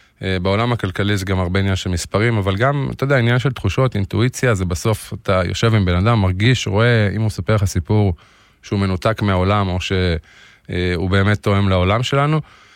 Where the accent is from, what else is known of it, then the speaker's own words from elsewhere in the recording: Afula, Northern District, Israel; born there; now in Krayot, Israel; אני נולדתי באפולה, היום אני מתגורר בקריות, בצפון כמובן